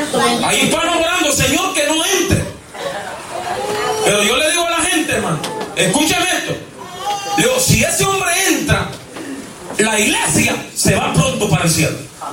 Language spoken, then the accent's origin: Spanish; Honduras; moved away